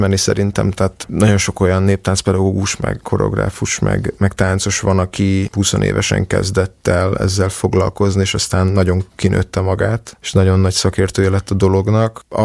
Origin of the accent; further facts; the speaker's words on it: Derecske, Hajdú-Bihar, Hungary; Derecske szélén laktunk, tehát a határ közel volt, a nagyszüleimnek az otthoni gazdasága az ilyen természetes közeg volt